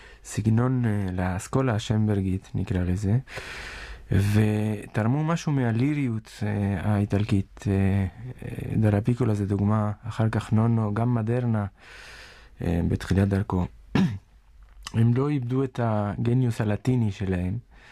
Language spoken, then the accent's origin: Hebrew; Uruguay; now in Israel; מאורוגוואי, ארץ מולדתי.